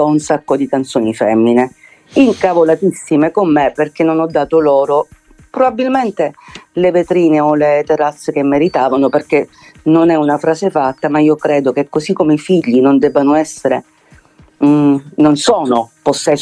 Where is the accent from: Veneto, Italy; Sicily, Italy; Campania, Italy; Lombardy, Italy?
Sicily, Italy; Palermo